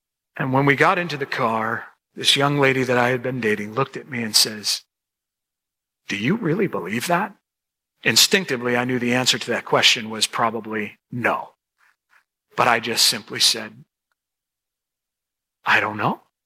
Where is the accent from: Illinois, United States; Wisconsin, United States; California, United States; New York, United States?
Illinois, United States; Chicago; moved away; I grew up in Chicago.